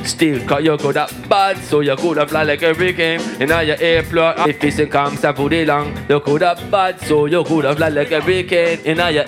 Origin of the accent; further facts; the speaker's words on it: California, United States